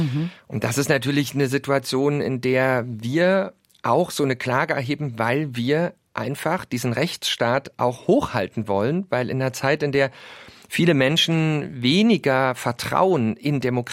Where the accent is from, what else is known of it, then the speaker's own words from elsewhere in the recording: Lusatia, Germany; Also gerade in meiner Heimat, in der Lausitz, wo die Spree dann in Richtung Berlin fließt, der Spreewald